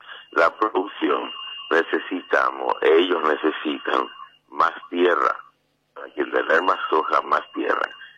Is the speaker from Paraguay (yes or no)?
yes; Paraguay; nosotros que somos los paraguayos